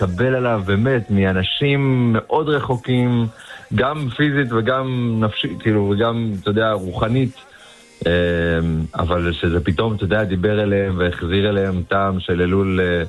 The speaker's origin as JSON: {"language": "Hebrew", "town": "Tifrach", "region": "Southern District", "country": "Israel", "tie": "born or raised there", "said": "אני גם גדלתי בבית, אבא שלי חזן כבר, לא יודע כמה שנים, בבית כנסת בתפרח."}